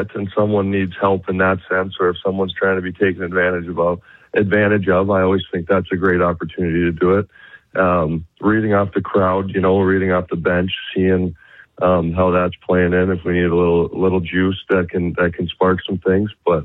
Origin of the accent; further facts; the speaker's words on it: Stratford, Ontario, Canada; born there; also born or lived in Wainwright, Alberta; Yeah, I was born in Wainwright, and then when I was about 8 years old, moved out to Stratford, Ontario, and did most of my formative years were out there. But we still got a handful of ties in Wainwright.